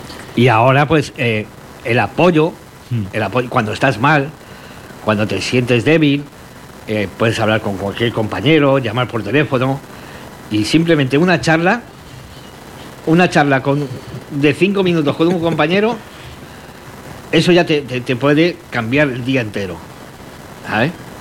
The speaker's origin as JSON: {"language": "Spanish", "town": "Madrid", "region": "Community of Madrid", "country": "Spain", "said": "yo soy de Madrid, yo estuve en Alcalá de Henares"}